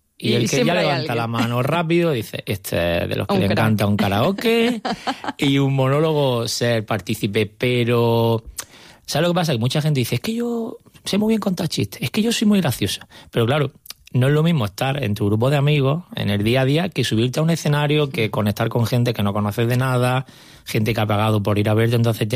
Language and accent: Spanish; Almería, Andalusia, Spain; Y a mí también me encanta Almería, actuar en Almería. Aunque sea mi tierra